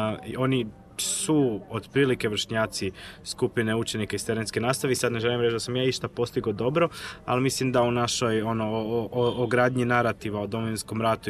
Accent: Dubrovnik, Dubrovnik-Neretva County, Croatia; born there; Ja sam rođen u Dubrovniku

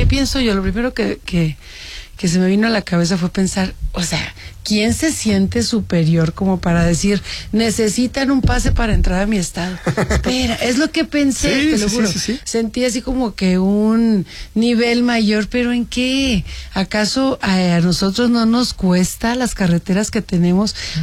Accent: Mexico; Todos somos mexicanos

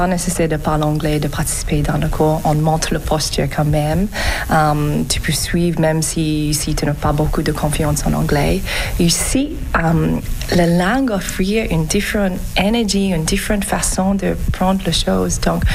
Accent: Adelaide, South Australia, Australia; French is a second language; moved away as an adult; also born or lived in South Korea / France; now in Quebec, Canada; je viens d'Australie. Je suis adoptée, donc je suis née du sud de Corée, mais j'ai grandi en Australie. J'ai passé la plupart de ma vie en Australie, dans la même ville que j'ai grandi dans, en Adelaide.

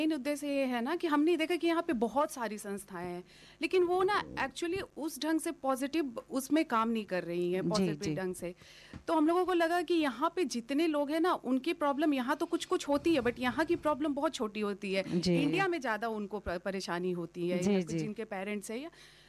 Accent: Jamshedpur, Jharkhand, India; मैं जमशेदपुर से वहाँ भी हम अगल बगल से ही

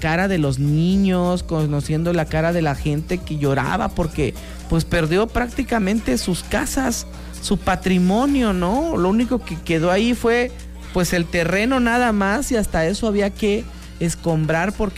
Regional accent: Chiapas, Mexico; somos mexicanos, los chiapanecos.

